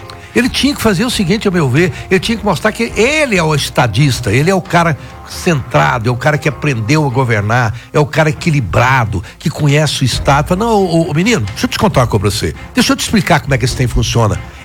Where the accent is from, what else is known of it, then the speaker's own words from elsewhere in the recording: Rio Verde, Goiás, Brazil; que sou de Rio Verde